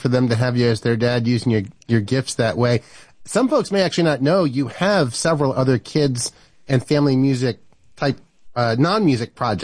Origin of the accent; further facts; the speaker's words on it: Brazil; I grew up in Brazil, so lots of soccer growing up